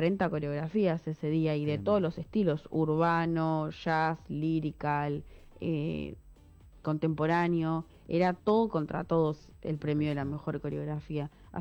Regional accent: Alejandro Korn, Buenos Aires Province, Argentina; moved away as an adult; now in General Belgrano, Argentina; yo soy de Alejandro Cor, y hace 2 años que me mudé a General Belgrano

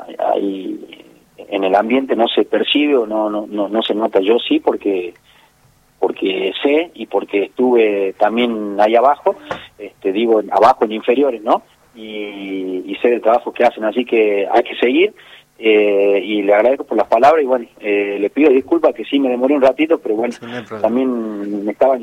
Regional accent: Salta, Argentina; soy de Salta

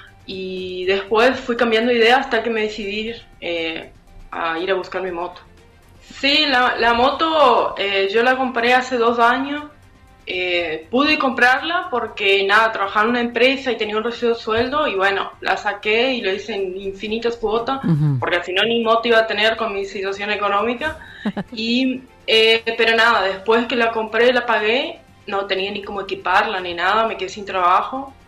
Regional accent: Fracrán, Misiones, Argentina; also born or lived in San Vicente; now in Brazil; yo me vine a Brasil hace un par de meses atrás por la situación económica que estaba pasando, porque yo soy de Fracrán, pero vivía en San Vicente.

